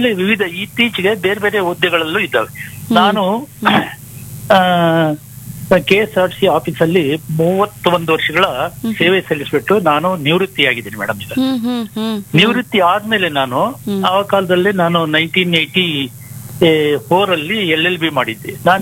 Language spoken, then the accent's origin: Kannada; village in Chikkamagaluru district, Karnataka, India; born or raised there; now in Bengaluru, India